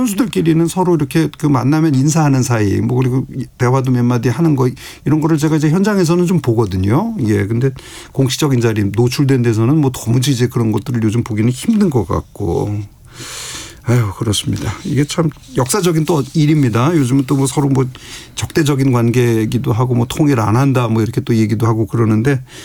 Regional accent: North Korea; 북한 여자 축구팀, 내 고향 여자 축구단이 오늘 입국 예정이었는데

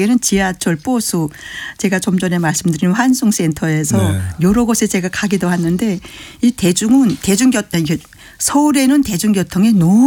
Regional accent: North Korea; now in South Korea

